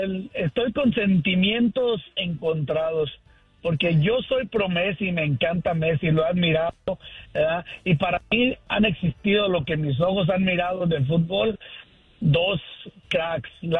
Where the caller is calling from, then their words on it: Sacramento, California, United States; Y del área más bonita, Sacramento